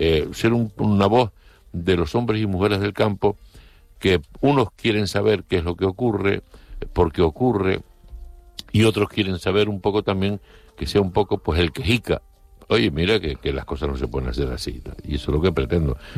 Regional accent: Tijarafe, Canary Islands, Spain; also born or lived in Santa Cruz de La Palma; mi Palma, Palma. En Tijarafe.

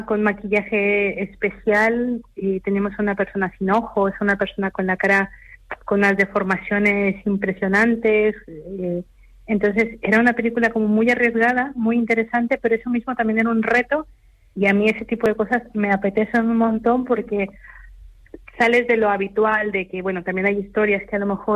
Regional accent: Mexico; Yo soy mexicana

